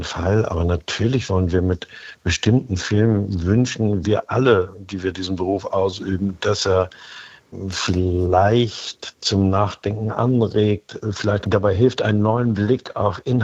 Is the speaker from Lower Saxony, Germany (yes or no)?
no; Kiel, Schleswig-Holstein, Germany; Wenn ich an Kiel, wenn ich an Schleswig-Holstein denke, das ist meine Heimat, dann durchläuft mich ein warmes Gefühl im Bauch.